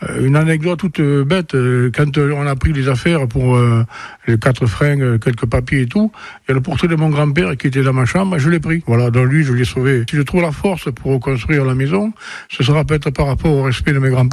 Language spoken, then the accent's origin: French; Saumos, Nouvelle-Aquitaine, France; born there; je suis né à Somos, là où il y a eu tous ces incendies